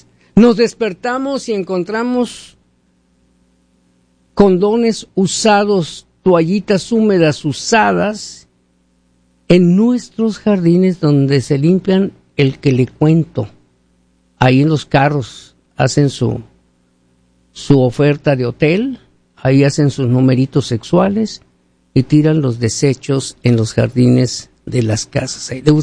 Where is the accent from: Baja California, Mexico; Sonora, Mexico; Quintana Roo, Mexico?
Sonora, Mexico; Hermosillo; En Hermosillo, Sonora, México, ciudad donde yo nací, donde he vivido casi toda pues mi vida de soltero